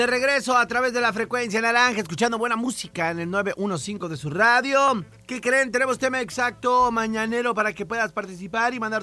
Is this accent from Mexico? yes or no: yes; Mexico; nosotros como mexicanos también pasamos muchas veces por esas cosas